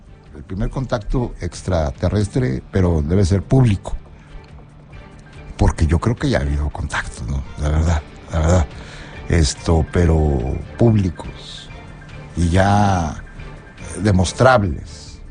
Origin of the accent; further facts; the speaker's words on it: Nuevo León, Mexico; Yo soy de Nuevo León. Pregúntenme a mí. Yo vivo en Nuevo León.